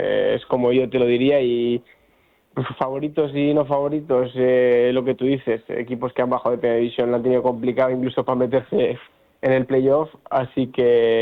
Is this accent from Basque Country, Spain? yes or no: yes; Mungia, Basque Country, Spain; Yo soy de Munguía, bueno, de Bilbao, tengo a mi familia aquí